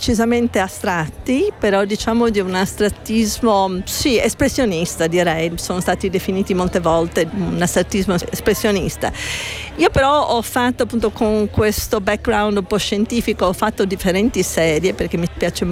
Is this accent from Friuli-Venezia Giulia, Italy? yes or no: yes; Gorizia, Friuli-Venezia Giulia, Italy; also born or lived in Brazil / Turin; io sono partita appunto da Gorizia, poi sono stata nella mia infanzia per una questione familiare in Brasile e poi mi sono laureata in informatica a Torino.